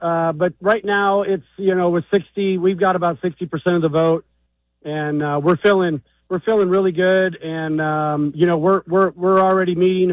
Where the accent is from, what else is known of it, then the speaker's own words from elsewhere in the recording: Nevada, United States; I'm from Nevada. I understand Nevada, lived, raised, born, raised